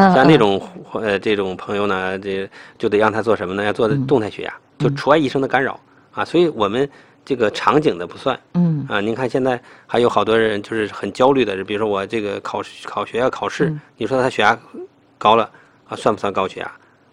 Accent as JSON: {"language": "Chinese", "country": "China", "said": "我们中国人的这个患病率"}